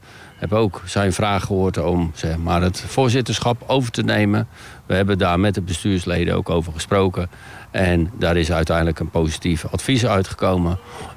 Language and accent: Dutch; Rijnsburg, South Holland, Netherlands; also born or lived in Kampen / Katwijk; now in Noordwijk, Netherlands; Ik ben in Rijnsburg opgegroeid. Ik ben niet in Rijnsburg geboren, maar wel een echte ui. En dat is omdat ik in Kampen ben geboren.